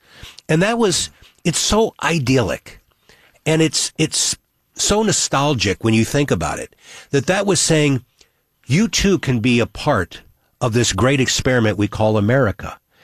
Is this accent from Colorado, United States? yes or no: no; Florissant, Missouri, United States; also born or lived in Lake St. Louis; me growing up in Florissant in the 60s, and then our family moving out to this new place called Lake St. Louis in the 70s.